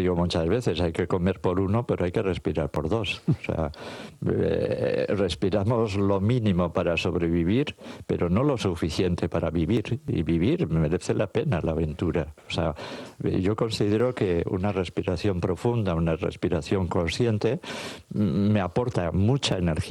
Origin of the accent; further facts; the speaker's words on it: Durango, Mexico; Yo soy de Durango y mi mamá hacía eso, o sea, se metía a la cama a sudar